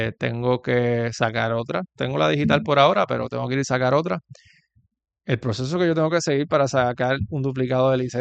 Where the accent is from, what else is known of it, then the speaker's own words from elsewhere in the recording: Puerto Rico; Para mí, como puertorriqueño, lo más que me interesa